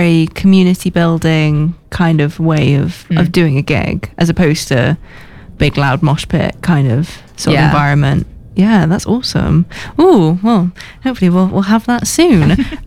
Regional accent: Brecon, Wales, United Kingdom; I grew up in Brecon

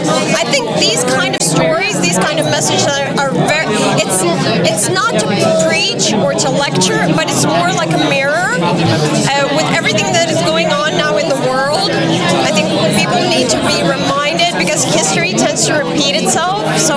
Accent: Lithuania; I'm from Lithuania

